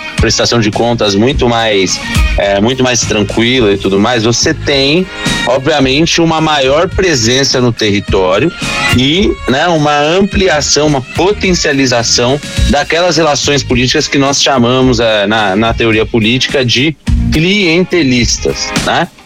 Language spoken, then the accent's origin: Portuguese; São Paulo, Brazil; se eu comparo com São Paulo de onde eu sou